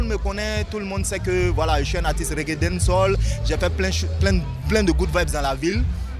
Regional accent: Yamoussoukro, Côte d’Ivoire; moi, je suis originaire de Yamoussoukro. Yamoussoukro, c'est la capitale politique de la Côte d'Ivoire.

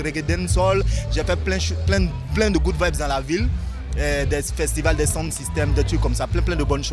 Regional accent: Yamoussoukro, Côte d’Ivoire; Bon, moi, je suis originaire de Yamoussoukro. Yamoussoukro, c'est la capitale politique de la Côte d'Ivoire.

